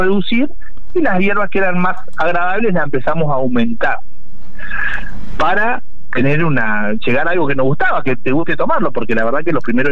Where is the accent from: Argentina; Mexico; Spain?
Argentina; born there; also born or lived in Buenos Aires; Después volví a mi pueblo acá, y 2004, bueno, ya había nació nuestro hijo en el 2005, así que ya me quedé acá, no me fui más.